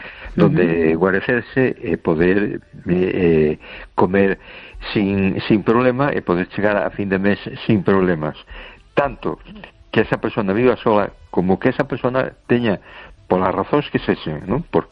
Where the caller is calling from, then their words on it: A Coruña, Galicia, Spain; de Coruña.